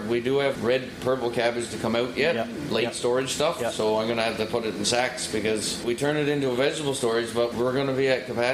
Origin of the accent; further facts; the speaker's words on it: Daniel's Harbour, Newfoundland and Labrador, Canada; the Northern Peninsula, where I'm from Daniels Arbor back